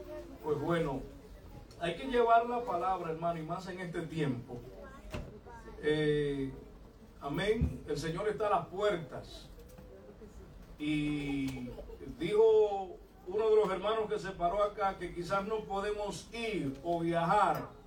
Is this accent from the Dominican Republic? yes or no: yes; Dominican Republic; moved away; yo soy dominicano. Acá tengo como 32 años.